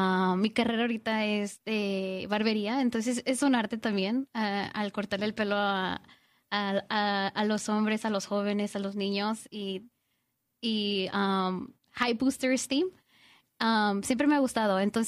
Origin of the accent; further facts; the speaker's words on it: Mexico; porque creo que yo la hice de chiquita en México.